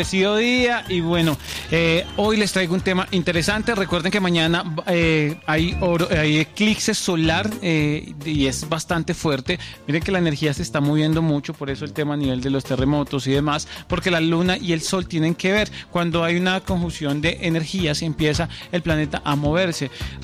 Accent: Armenia, Quindío, Colombia; Yo soy de Armenia y tengo familia en Cali, tengo muchos conocidos en varias ciudades

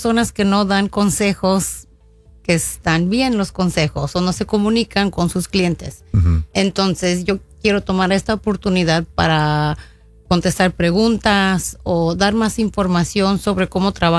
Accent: Central Valley, California, United States; accent: Californian; also born or lived in Bellflower, California; yo crecí allá en el centro Valle de California.

